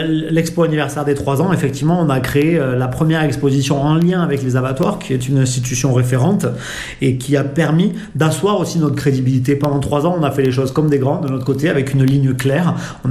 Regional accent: Cahors, Occitanie, France; born there; now in Pamiers, France; Mais je suis né dans le Lot, à Cahors, et pas très très loin. j'ai travaillé longtemps à Paris, un peu aux États-Unis.

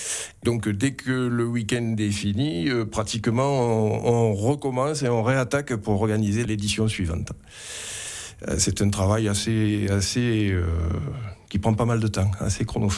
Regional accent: Avignon, Provence-Alpes-Côte d'Azur, France; moved away as an adult; now in Orsan, France; je suis né à Avignon, moi.

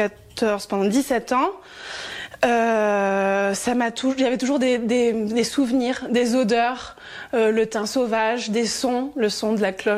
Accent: Pyrenees, France; born there; Déjà, c'est ma région natale. Et je sais que Louise partage aussi ce sentiment. Voilà, c'est notre région natale.

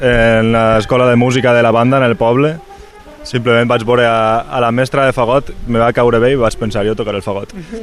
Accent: Castellón de la Plana, Valencian Community, Spain; Jo sóc de Castelló. Sí, vaig estudiar també a Barcelona, en el Liceu

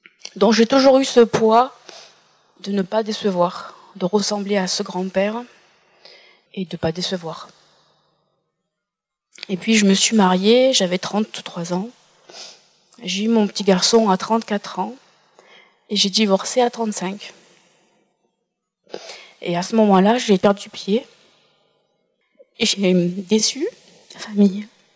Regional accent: Marseille, Provence-Alpes-Côte d'Azur, France; born there; J'ai 42 ans. Je suis musicienne, enseignante. Je suis née à Marseille, dans une famille non pratiquante, mais catholique par ma mère. J'ai été baptisée quand j'étais bébé, catholique, et j'ai fait ma communion.

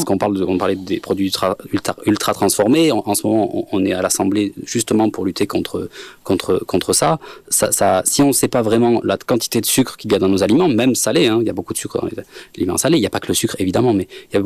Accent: Béziers, Occitanie, France; moi je suis originaire de Béziers, où il y a du rugby présent

